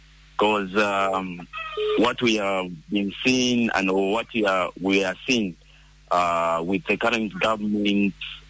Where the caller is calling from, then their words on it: Mpongwe, Copperbelt, Zambia; I'm calling from Pongwe.